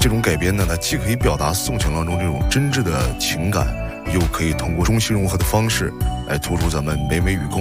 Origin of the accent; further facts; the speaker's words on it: Northeast China, China; 因为我是东北人嘛